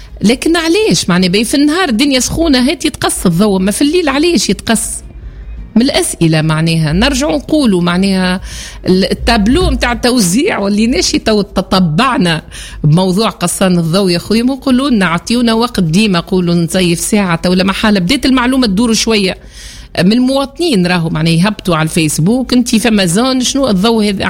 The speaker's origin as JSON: {"language": "Arabic", "country": "Tunisia", "said": "في بلادنا تونس"}